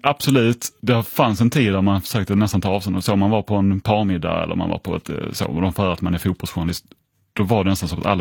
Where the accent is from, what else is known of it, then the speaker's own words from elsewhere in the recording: Sweden; som en europé och som en svensk